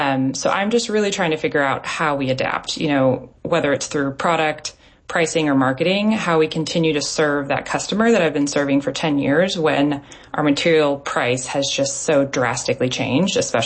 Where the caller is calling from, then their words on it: Nashville, Tennessee, United States; I'm calling from Nashville, Tennessee.